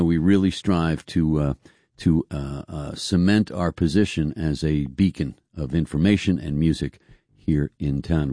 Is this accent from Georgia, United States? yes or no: no; Newark, New York, United States; I'm from Newark.